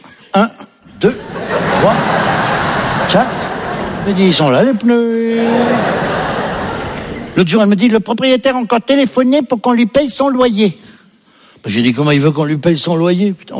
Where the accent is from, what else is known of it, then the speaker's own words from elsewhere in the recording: Paris, Île-de-France, France; Et là, elle m'a dit, tu es d'où? J'ai dit, je suis de Paris.